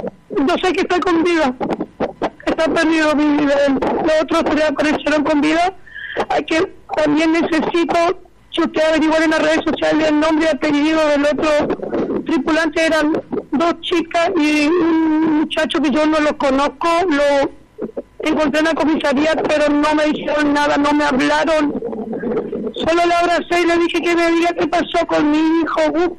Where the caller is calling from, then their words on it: Fontana, Chaco, Argentina; somos de Fontana.